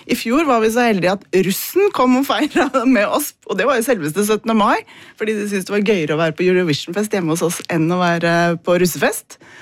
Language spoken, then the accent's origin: Norwegian; Steinberg, Buskerud, Norway; Jeg kom fra Steinberg, bodde der. Da på 80-tallet